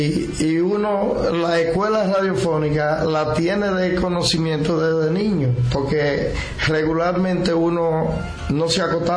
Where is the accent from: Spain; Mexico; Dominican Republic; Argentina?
Dominican Republic; Naranjal; yo soy de Naranjal